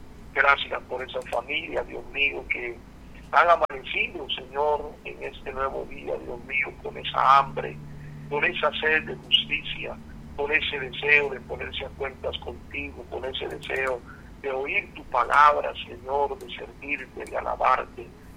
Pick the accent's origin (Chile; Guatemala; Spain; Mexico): Guatemala; nuestro país, Guatemala